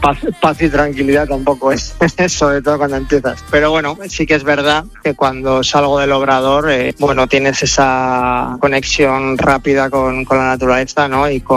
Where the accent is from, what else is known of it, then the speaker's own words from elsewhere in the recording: San Mateo de Gállego, Aragon, Spain; Yo es verdad que tengo mucho apego por mi pueblo